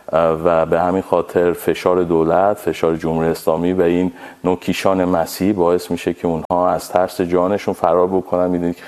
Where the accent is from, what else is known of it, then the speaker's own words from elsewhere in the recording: Iran; moved away; من به عنوان یک ایرانی با پاسپورت ایرانی وقتی وارد آمریکا به عنوان پناهنده میشم